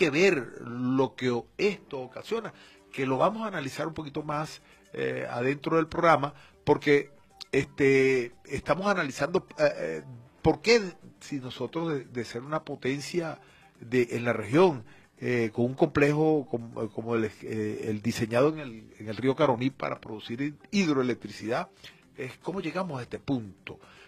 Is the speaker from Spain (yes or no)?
no; Guayana, Venezuela; Yo que me crié en Guayana, yo puedo hablar con conocimiento de causa.